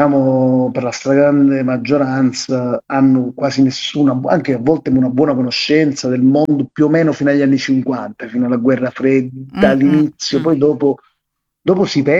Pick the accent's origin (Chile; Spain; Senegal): Spain; Madrid, Community of Madrid; Io vengo da Madrid